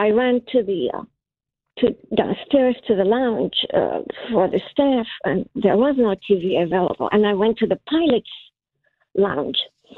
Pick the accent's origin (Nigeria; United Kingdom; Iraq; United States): Iraq; I'm from Iraq, and back then I knew right away that something will happen, like a war will happen.